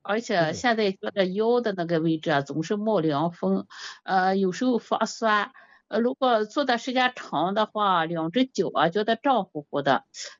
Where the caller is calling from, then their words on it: Shandong, China; 我是山东的糖尿病患者